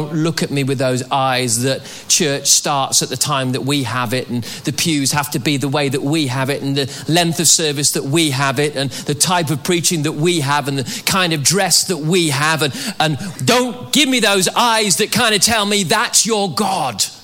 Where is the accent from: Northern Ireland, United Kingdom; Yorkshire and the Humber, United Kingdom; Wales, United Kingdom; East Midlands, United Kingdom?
Wales, United Kingdom; because I'm Welsh.